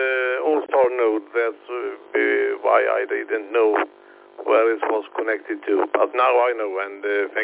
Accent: Sweden; English is a second language; I'm from Sweden, the Swedish station.

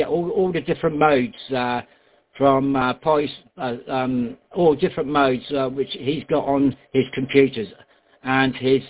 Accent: Poole, South West England, United Kingdom; born there; I was born in Poole. And all my relations, my godmother, my mother, all my aunties and uncles, they all come from Poole.

